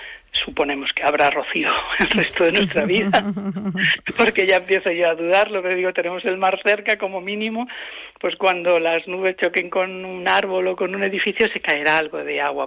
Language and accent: Spanish; Galicia, Spain